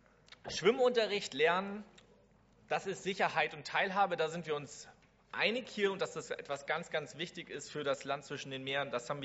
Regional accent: Wewelsfleet, Schleswig-Holstein, Germany; Ich komme aus Wewelsfleet.

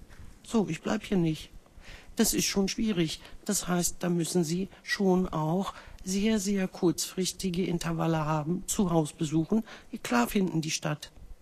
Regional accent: Eutin, Schleswig-Holstein, Germany; Ich komme jetzt aus dem Flächenkreis, aus Eutin.

